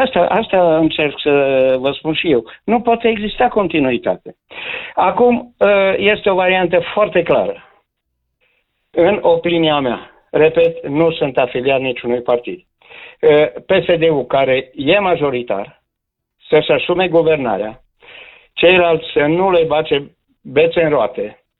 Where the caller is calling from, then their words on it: Cluj-Napoca, Cluj County, Romania; sunt din Cluj